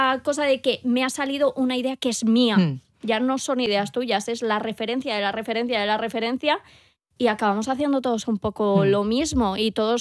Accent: Madrid, Community of Madrid, Spain; yo soy hija del cemento, soy hija de Madrid.

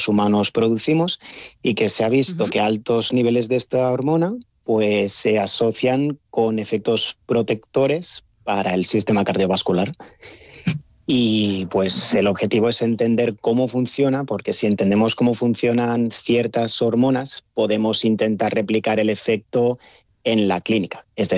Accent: Spain; now in Bonn, Germany; yo no soy el único español aquí en Bonn, es que me he encontrado un montón, españoles, italianos

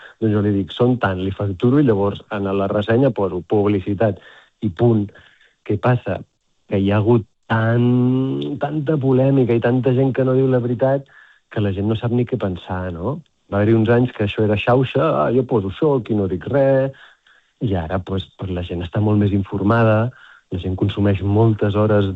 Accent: Girona, Catalonia, Spain; born there; Jo que vaig néixer a Girona m'he recorregut tot el gironès i jo crec que tota la província de Girona

